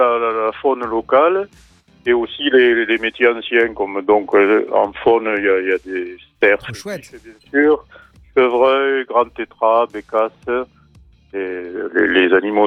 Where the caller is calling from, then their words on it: Fraisse-sur-Agout, Occitanie, France; Moi, j'habite à Fraye-sur-Agoude, c'est dans l'Hérault, et là, je suis actuellement à Coudon.